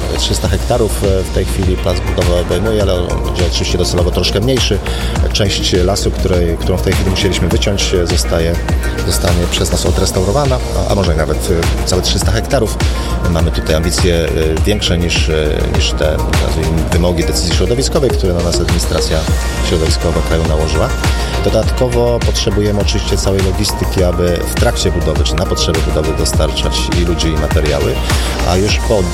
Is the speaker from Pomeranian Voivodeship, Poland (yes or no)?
yes; Pomeranian Voivodeship, Poland; Przynajmniej z mojego punktu widzenia jestem Pomorzaninem. Nie urodziłem się w Gdańsku, ale jestem z Pomorza i doceniam walory tego. Tej części Polski.